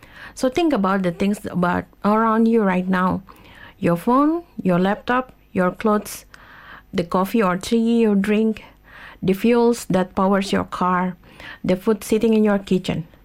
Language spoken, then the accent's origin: English; Indonesia; I'm from Indonesia, and Indonesia is made up of thousands of islands, 17,000 and more.